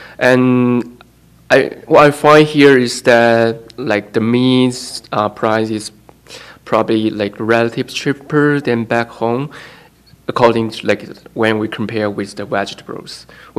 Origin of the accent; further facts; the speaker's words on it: China; moved away as an adult; now in Canada; I'm from China.